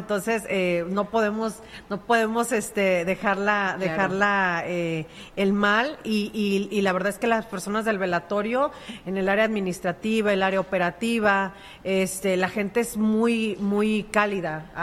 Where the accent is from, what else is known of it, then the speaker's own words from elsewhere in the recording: Mexico; de nosotros como mexicanos, como sociedad